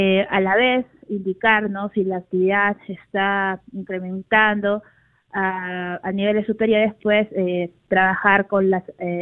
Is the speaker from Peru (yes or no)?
yes; Peru; que es lo más importante como peruanos